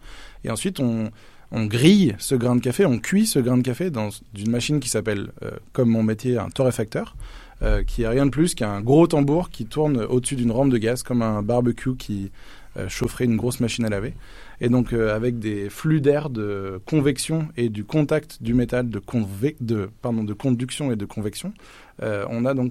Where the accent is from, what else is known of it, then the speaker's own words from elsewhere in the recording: La Rochelle, Nouvelle-Aquitaine, France; Je viens de La Rochelle.